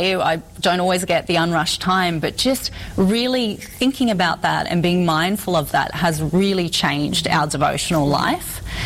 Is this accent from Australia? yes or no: yes; Australia; moved away as an adult; now in United States; Well, obviously my accent's a little funny, and so I'm from Australia.